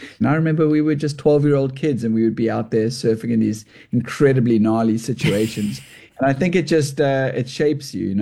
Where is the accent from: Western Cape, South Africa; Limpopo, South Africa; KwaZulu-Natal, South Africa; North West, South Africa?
Western Cape, South Africa; Cape Town; I'm from Cape Town, so we have, I suppose, as close to just epic landscapes here